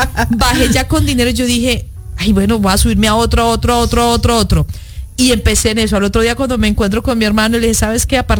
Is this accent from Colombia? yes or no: yes; Colombia; moved away as an adult; now in Miami, United States